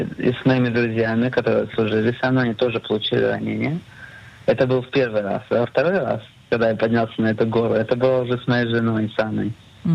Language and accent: Russian; Mariupol, Donetsk Oblast, Ukraine; also born or lived in Maalot, Israel; now in Israel; я репатриант, и она тоже репатриантка. Я из Мариуполя